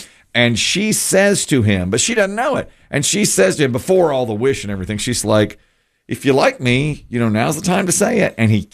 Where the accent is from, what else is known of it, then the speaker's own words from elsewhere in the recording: Asheboro, North Carolina, United States; So I was so new to the ways of the world. I'm from Asheboro, North Carolina. I didn't know anything.